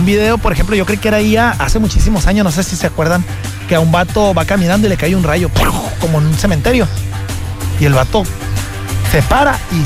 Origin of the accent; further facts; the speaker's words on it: Mexico; Imagínate que como todo mexicano.